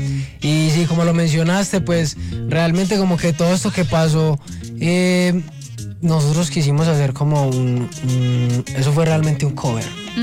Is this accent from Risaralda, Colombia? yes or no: yes; Pereira, Risaralda, Colombia; moved away; yo soy de Pereira